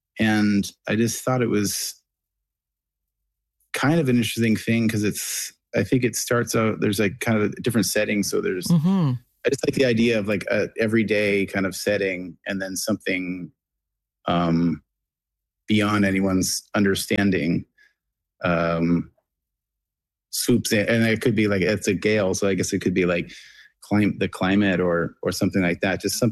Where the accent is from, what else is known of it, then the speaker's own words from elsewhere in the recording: Nova Scotia, Canada; I heard about the story, but I didn't realize how close it was to my hometown.